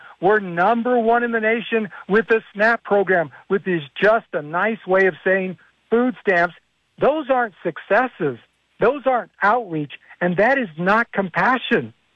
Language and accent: English; Alamogordo, New Mexico, United States; I grew up on Medicaid. When I tore the cartilage in my knee in high school in cross country in Alamogordo, it was Medicaid that paid for it.